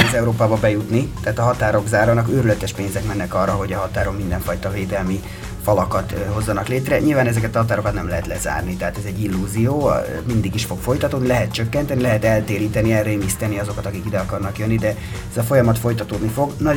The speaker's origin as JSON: {"language": "Hungarian", "country": "Hungary", "said": "én magyar vagyok"}